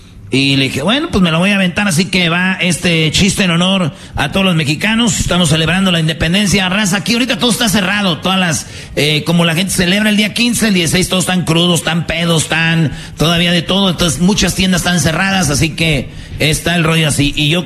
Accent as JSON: {"language": "Spanish", "country": "Mexico", "said": "Oye, ¿y cómo somos los mexicanos, Choco?"}